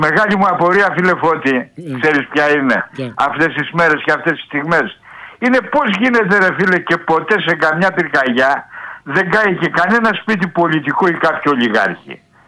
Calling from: Platamonas, Central Macedonia, Greece; από τον Πλαταμόνα

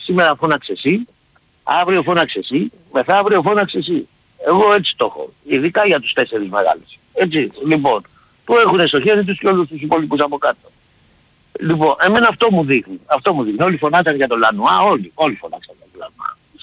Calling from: Nea Makri, Attica, Greece; επειδή είμαι και εγώ από Νέα Μάκρη

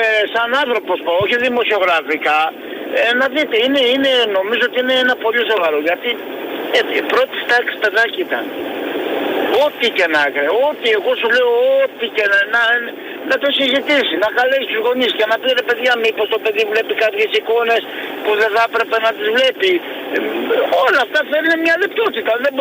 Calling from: Loutraki, Peloponnese, Greece; Εδώ στην περιοχή μας, εγώ είμαι από Κόρυδο, στο Λουτράκι.

